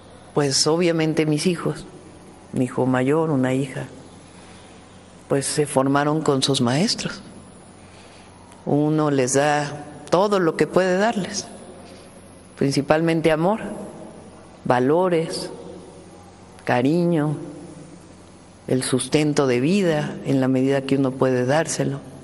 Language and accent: Spanish; Mexico; como mexicanas y como mexicanos.